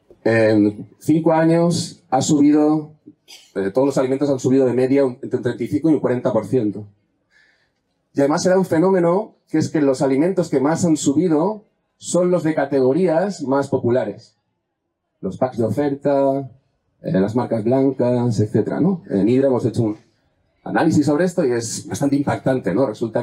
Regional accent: Catalonia, Spain; Yo vengo de Cataluña, para bien y para mal

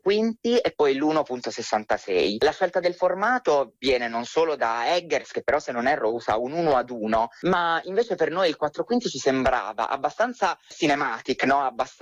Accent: Apulia, Italy; Io sono pugliese

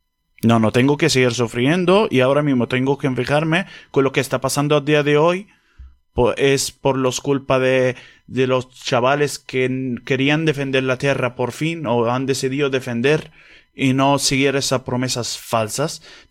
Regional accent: Palestine; Imagínate que yo he nacido como lo demás, palestino, normal, con mis derechos, con mi tierra, con mi casa, con lo que sea, ¿no?

